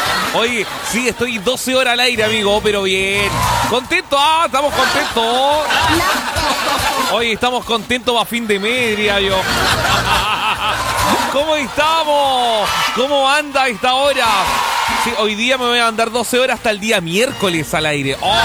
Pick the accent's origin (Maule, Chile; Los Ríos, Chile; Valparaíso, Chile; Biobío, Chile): Los Ríos, Chile; Valdivia; Sí, es que yo soy de Valdivia. Voy en Valdivia. Usted sabe que es una ciudad lluviosa, lluviosa, pero lluviosa.